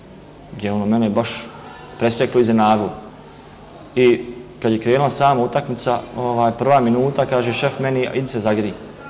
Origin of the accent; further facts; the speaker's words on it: Ričice, Federation of Bosnia and Herzegovina, Bosnia & Herzegovina; Rahmetli Dido je prešao kasnije u Ričice i ja sam dosta djetinjstva provio u Ričicama.